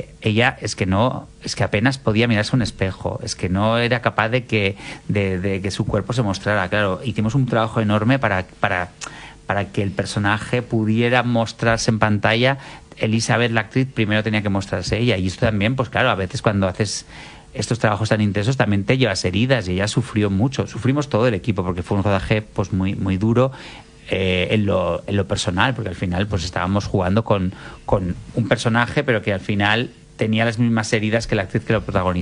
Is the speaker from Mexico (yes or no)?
no; Pamplona, Navarre, Spain; now in Madrid, Spain; yo soy un chico de Pamplona que iba al colegio y le hacían bullying porque era homosexual y que de alguna manera tuvo que dejar la ciudad para venir a Madrid a encontrarse.